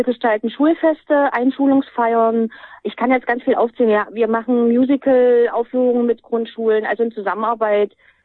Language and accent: German; Wettin-Löbejün, Saxony-Anhalt, Germany; Meine Heimat. Bettine Lebejün ist meine Heimat, also speziell Lebejün. Weil ich bin ja schon immer in Lübbelhühn und arbeite, lebe hier.